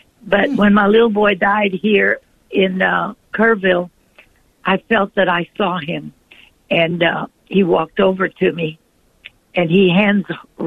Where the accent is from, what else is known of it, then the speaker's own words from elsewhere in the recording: Venezuela; English is a second language; I went to school, I'm from Venezuela, in Montecasino in Oklahoma